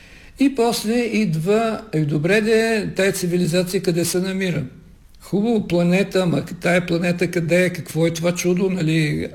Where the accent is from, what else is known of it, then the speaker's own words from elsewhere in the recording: Plovdiv, Plovdiv Province, Bulgaria; moved away as an adult; also born or lived in Italy; now in Plovdiv, Bulgaria; съм роден в Пловдив през 55 години от този миналия век